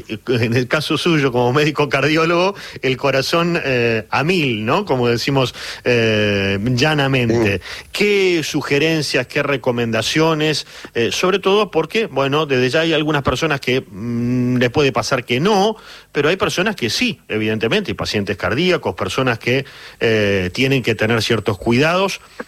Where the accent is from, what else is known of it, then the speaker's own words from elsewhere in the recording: Argentina; y desde ya por nuestra propia pertenencia como argentinos